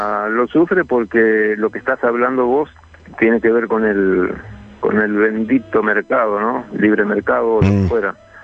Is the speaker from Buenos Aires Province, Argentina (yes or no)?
yes; González Catán, Buenos Aires Province, Argentina; moved away as an adult; now in Mallorca, Spain; yo soy de González Catán, en Argentina, estaba viviendo en Mallorca